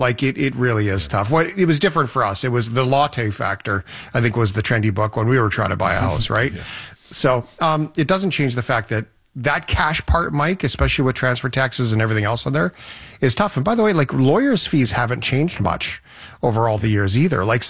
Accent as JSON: {"language": "English", "region": "Alberta", "country": "Canada", "said": "I'm from Alberta, where there isn't land transfer tax."}